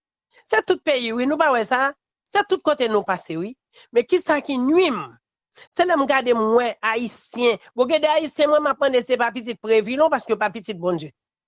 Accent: Haiti; Parce que moi-même, je sens frustré en tant que haïtien.

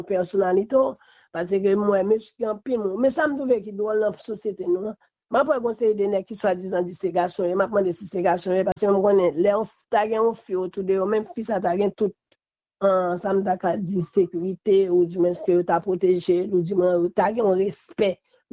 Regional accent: Haiti; président Aristide, en tant que haïtien seulement, que nous gagnons

